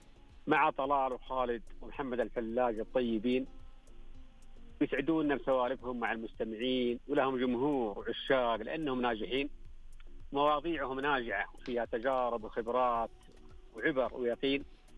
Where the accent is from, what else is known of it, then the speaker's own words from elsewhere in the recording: Makkah Province, Saudi Arabia; احنا الليله انا طبعا جنوب الطايف في مسقط راسي، قريه اجواء مقمره، اجواء معتدله، بني سعد.